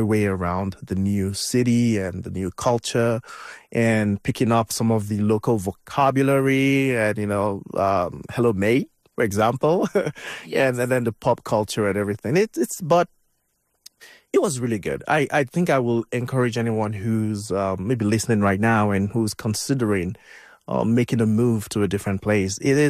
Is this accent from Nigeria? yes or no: yes; Nigeria; moved away as an adult; I didn't leave Nigeria till I was in my early 30s. So I was born in Nigeria, grew up there, went to university in Nigeria and joined the oil and gas industry in Nigeria. So I moved out to the UK when I was in my early 30s.